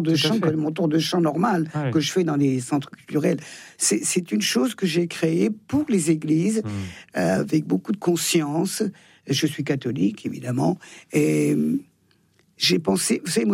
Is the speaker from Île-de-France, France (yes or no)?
no; Thonon-les-Bains, Auvergne-Rhône-Alpes, France; born there; Je suis née à Thonon.